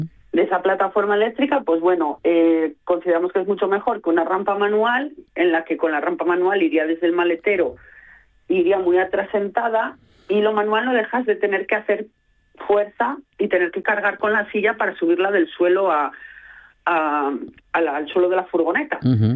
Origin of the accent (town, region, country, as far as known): Gijón, Asturias, Spain